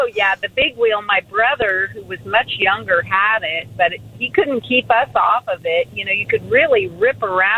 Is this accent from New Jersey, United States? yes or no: no; Oakland, California, United States; I was raised in Oakland